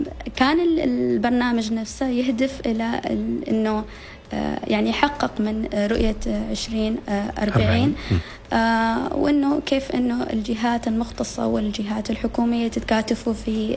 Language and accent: Arabic; Oman; نحن كشعب عماني عندنا التقاليد والثقافة شيء أساسي.